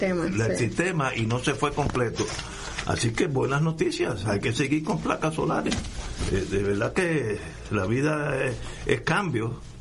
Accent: Puerto Rico

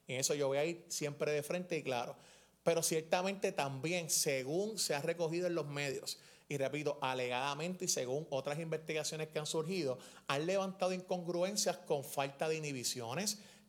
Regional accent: San Juan, Puerto Rico; tú sabes que yo soy de Santurce

